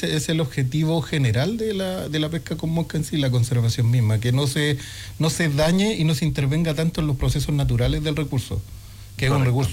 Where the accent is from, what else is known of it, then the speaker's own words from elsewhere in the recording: Villarrica, Araucanía, Chile; moved away; yo soy nacido en Villarrica.